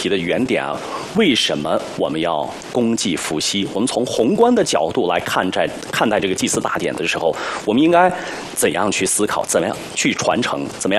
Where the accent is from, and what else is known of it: China